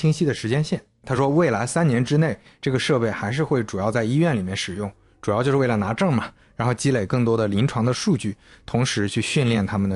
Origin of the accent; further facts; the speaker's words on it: China; 而且随着我们中国人口老龄化，